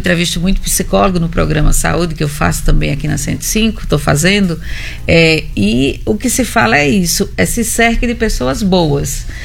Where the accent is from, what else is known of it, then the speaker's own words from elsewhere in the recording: Mossoró, Rio Grande do Norte, Brazil; born there; also born or lived in Aracaju / João Pessoa / Catolé do Rocha; mas eu nasci em Mossoró. Aí também fui nômade, né? Morei em Aracaju, morei em Campina Grande, morei em João Pessoa. E vim pra cá, né? Depois de Catolé do Rocha, onde a minha família é de Catolé do Rocha.